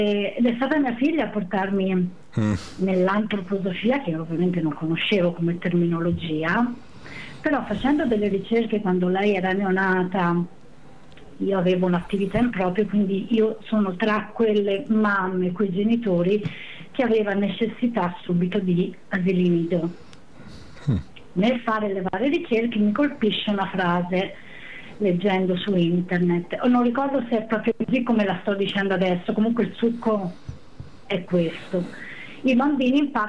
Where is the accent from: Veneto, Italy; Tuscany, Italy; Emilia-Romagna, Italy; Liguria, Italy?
Tuscany, Italy; io non sono ferrarese, io vengo dalla Toscana, della provincia di Pistoia, e lì dove vivevo, dove sono diventata mamma e dove avevo l'attività